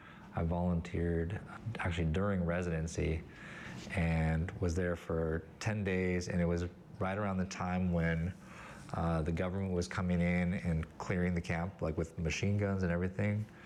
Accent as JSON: {"language": "English", "town": "Seattle", "region": "Washington", "country": "United States", "tie": "born or raised there", "lives_now": "Warm Springs, United States", "said": "So I grew up in suburban Seattle, and so different Native cultures felt pretty present, you know, just in terms of the naming of things."}